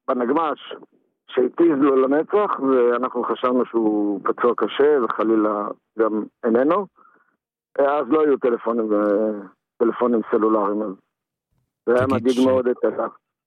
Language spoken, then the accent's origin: Hebrew; Eilat, Southern District, Israel; גרנו בשכונה א', שזו השכונה הכי גרועה באילת בעצם, הישנה, לא נגיד לגרועה, אבל הוותיקה ביותר באילת.